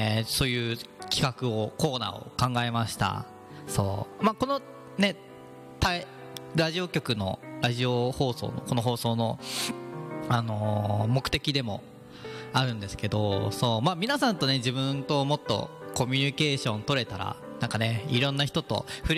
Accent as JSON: {"language": "Japanese", "town": "Gyoda", "region": "Saitama", "country": "Japan", "tie": "born or raised there", "said": "自分の生まれ育った行田とか"}